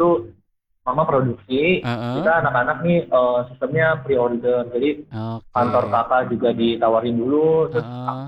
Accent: Bekasi, West Java, Indonesia; born there; padahal aku sendiri pun lahirnya di Bekasi dan mama papa tuh orang Jawa Kak

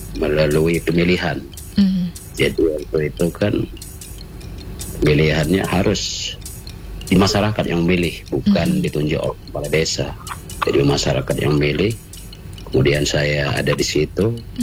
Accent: Balak, Lampung, Indonesia; dibentuklah Koperasi Merah Putih di Pekon Balak, Kecamatan Batu Bekak. Pekon kami ataupun desa kami itu adalah desa budaya atau kerajaan adat.

